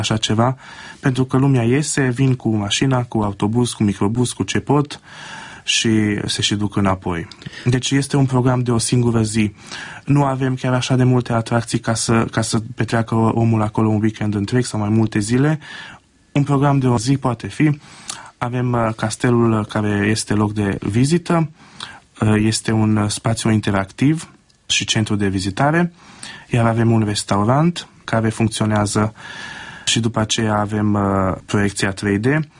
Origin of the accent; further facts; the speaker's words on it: Baia Mare, Maramureș County, Romania; born there; Eu sunt născut din Baia Mare și el m-a rugat ca să călăuzesc eu grupa în Maramureș.